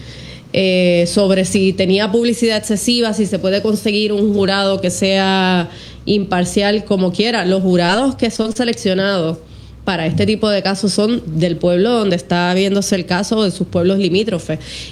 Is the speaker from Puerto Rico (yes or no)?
yes; Caguas, Puerto Rico; yo soy de Caguas, tengo personas que me dicen que conocían a esa familia, imagínate.